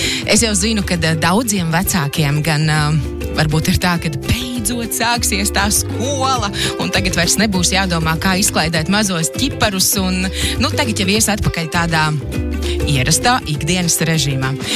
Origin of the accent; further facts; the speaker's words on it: Ventspils, Courland, Latvia; Es tikai pieminēju, ka es pat esmu no Ventspils. Jā, esmu dzimis un augus Ventspilī.